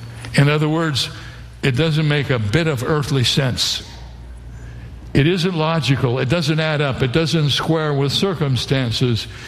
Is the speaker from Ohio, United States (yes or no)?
yes; Ohio, United States; born or raised there